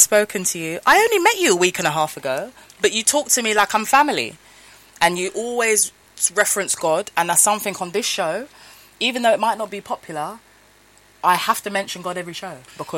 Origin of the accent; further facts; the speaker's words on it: London, United Kingdom; I'm from Peckham, old school Peckham, and I'm not as young as I look. I'm nearly coming up to 40 soon in a couple of years.